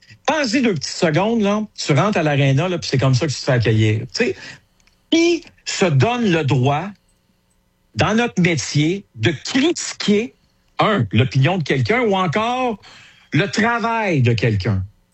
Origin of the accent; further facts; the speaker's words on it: Hull, Quebec, Canada; moi, j'ai grandi à Hull, puis grandir à Hull, là, je vais le répéter, là, pour ceux qui le savent, là, dans les années 80